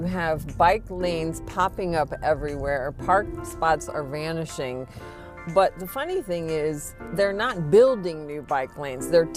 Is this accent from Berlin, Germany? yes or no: yes; Berlin, Germany; So I'm really an American at heart. I love having my car. I love the freedom it gives me and from getting from A to B quickly. But like most Berliners, I also love hopping on my bike.